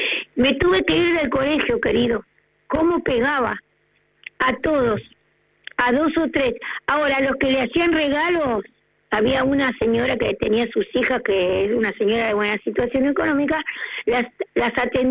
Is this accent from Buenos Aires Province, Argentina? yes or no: yes; Villa Insuperable, Buenos Aires Province, Argentina; born there; nos pegaba a todos acá en la escuela número 7 de acá de Villa Insuperable.